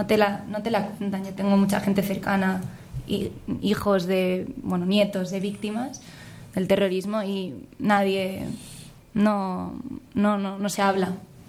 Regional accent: Basque Country, Spain; yo también soy del País Vasco

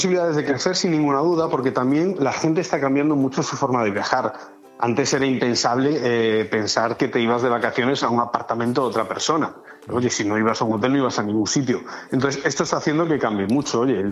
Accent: Galicia, Spain; now in Benidorm, Spain

